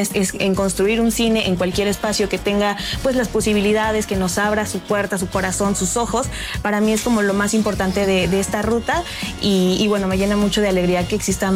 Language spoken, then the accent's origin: Spanish; Huajuapan de León, Oaxaca, Mexico; Yo, como una persona que crecí en Huajuapan de León, no conocía muchos municipios muy cercanos a Huajuapan de León